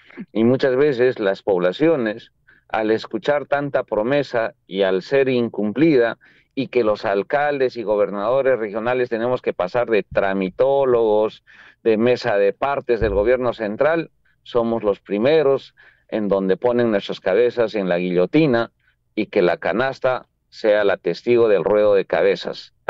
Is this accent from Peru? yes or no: yes; Peru; quienes nos lo dieron la lección son nuestros padres, los incas